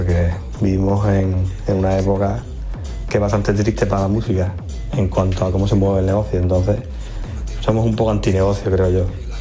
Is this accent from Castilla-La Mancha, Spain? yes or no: no; Ceuta, Spain; al final venimos de Ceuta